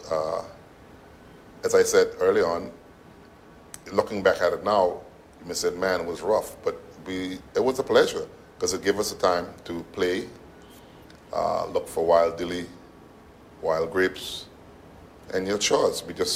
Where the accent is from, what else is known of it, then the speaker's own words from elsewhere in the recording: Bottle Creek, North Caicos, Turks & Caicos Islands; I grew up in North Caicos, spent most of my time in Bald Creek with my parents, attended primary school, and then was the North Caicos High School.